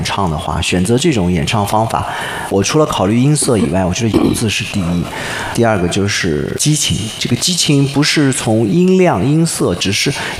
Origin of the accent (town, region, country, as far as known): China